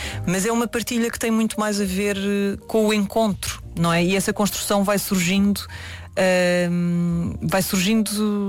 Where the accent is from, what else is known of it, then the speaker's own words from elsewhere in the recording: Alentejo, Portugal; eu como eu sou alentejana, para mim seria quase ridículo imaginar um filme feito por atores no Alentejo a fingir que eram alentejanos.